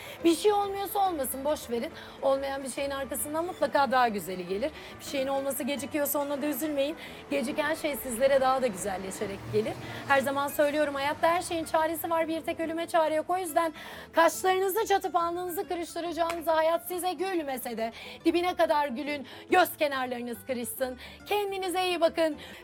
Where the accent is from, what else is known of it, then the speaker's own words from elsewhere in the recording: Istanbul, Turkey; İstanbul'danız.